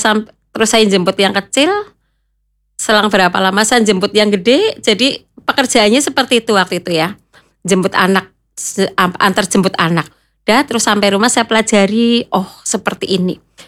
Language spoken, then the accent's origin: Indonesian; Purbalingga, Central Java, Indonesia; Saya dari Purbalingga